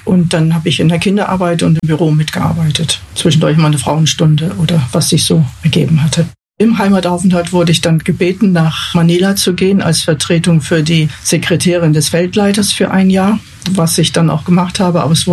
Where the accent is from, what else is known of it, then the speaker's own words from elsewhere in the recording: Bremen, Germany; now in Grünberg, Germany; lebe in Grünberg, welches gar nicht weit weg ist von Mücke. Ich stamme ursprünglich aus Bremen.